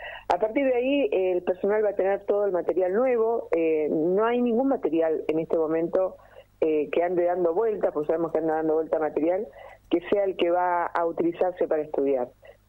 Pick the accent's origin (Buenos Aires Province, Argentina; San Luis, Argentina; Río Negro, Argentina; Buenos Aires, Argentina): Río Negro, Argentina; General Roca; Yo soy de Roca, exactamente.